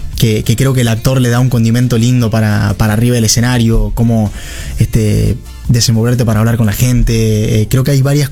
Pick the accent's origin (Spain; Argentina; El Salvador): Argentina; Córdoba; accent: tonada cordobesa; me gusta la tonada, ni hablar, me parece que tiene un plus muy lindo. Y sobre todo donde a mí me tocó criarme, que es en un pueblo, porque por ahí, bueno, Córdoba capital es un poco más parecido a Buenos Aires porque es una ciudad.